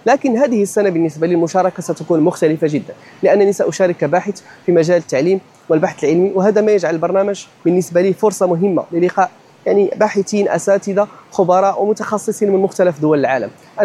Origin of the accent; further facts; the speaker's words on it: Agadir, Souss-Massa, Morocco; من المغرب